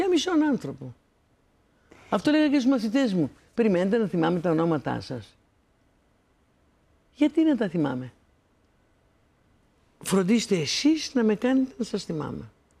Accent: Greece; Εγώ δεν αγαπάω την πατρίδα μου.

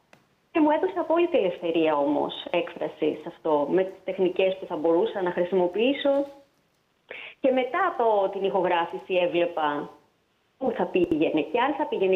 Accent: Thessaloniki, Central Macedonia, Greece; born there; moved away as an adult; also born or lived in Italy; Μετά πήγα στο μουσικό γυμνάσιο και λύκειο της Θεσσαλονίκης. Οπότε είχα να κάνω με μουσική από πολύ μικρή. Έφυγα στην Ιταλία για να σπουδάσω μουσικολογία.

